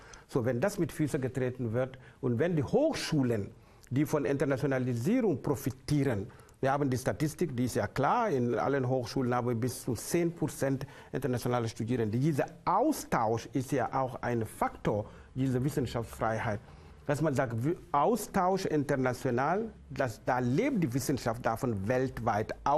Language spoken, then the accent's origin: German; Halle, Saxony-Anhalt, Germany; Deshalb als Sachsen-Anhaltiner, als Hallenser sage ich einfach, es ist nicht egal.